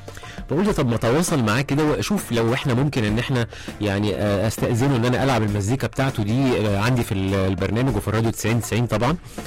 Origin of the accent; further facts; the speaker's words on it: Ismailia, Ismailia Governorate, Egypt; انا من الاسماعيليه عشان كده بحب الصيف والبحر والمانجا بقى.